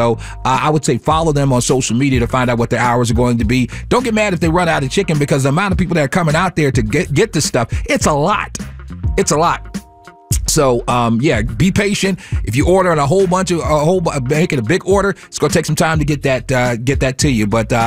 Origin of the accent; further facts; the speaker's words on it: Chicago, Illinois, United States; moved away; I'm from Chicago